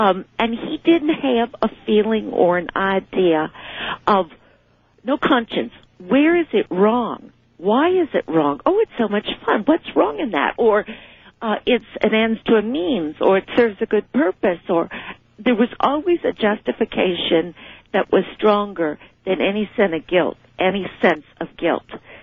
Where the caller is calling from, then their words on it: Gainesville, Florida, United States; I'm from Gainesville, Florida